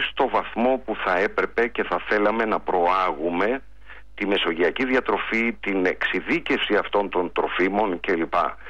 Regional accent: Greece; στην κουλτούρα μας σαν Έλληνες και σαν ελληνικός λαός

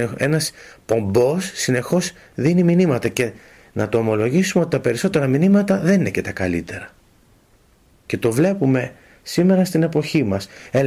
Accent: Greece; όλοι μας που είμαστε Έλληνες και χριστιανοί

